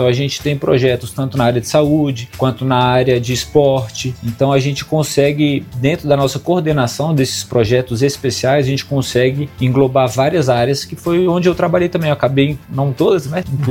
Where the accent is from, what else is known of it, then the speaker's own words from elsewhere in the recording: Brasília, Federal District, Brazil; Bom, eu sou nascido e criado aqui, fui criado na Asa Sul, na 306 Sul, então convivi muito ali no plano W3